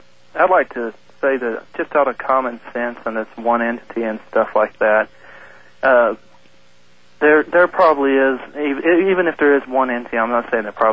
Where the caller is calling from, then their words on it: Everett, Washington, United States; Everett, Washington.